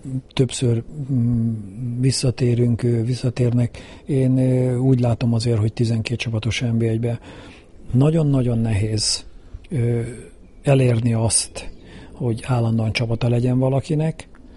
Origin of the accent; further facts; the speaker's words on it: Kecskemét, Bács-Kiskun, Hungary; nem csak azért, mert itt születtem, ugye a városközpontban, itt nőttem fel a egyik városrészbe, ugye a Széchenyi városba